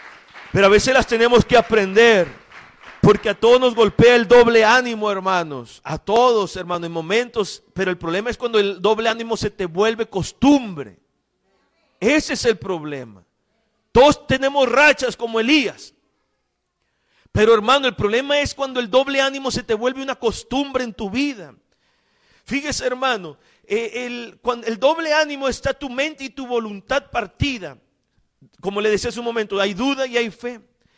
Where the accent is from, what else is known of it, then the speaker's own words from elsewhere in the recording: Mexico; moved away; yo soy mexicano